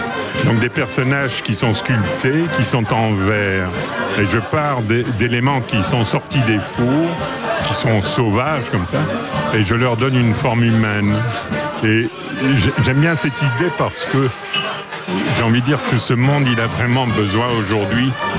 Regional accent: Fleurus, Wallonia, Belgium; Mais je suis non seulement du coin, je suis né à Fleurus.

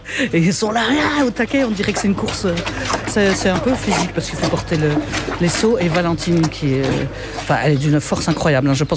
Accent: Wallonia, Belgium; moi, j'ai grandi dans la province de Luxembourg, donc en fait, j'ai grandi au milieu d'un environnement où il y avait quand même énormément de fermes, surtout les fermes familiales.

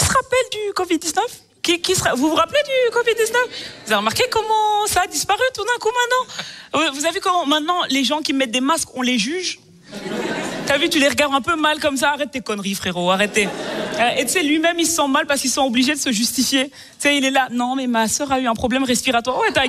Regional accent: Belgium; moi je suis belge. Ok, ma famille est française

